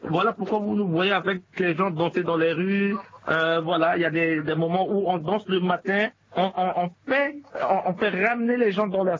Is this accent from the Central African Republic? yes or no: yes; Central African Republic